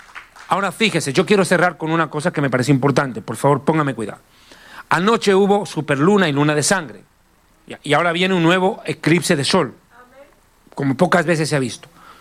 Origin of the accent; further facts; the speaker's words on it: Bolivia; Aprovecho de mandar un saludo a todas las madres bolivianas. En mi país es el Día de la Madre.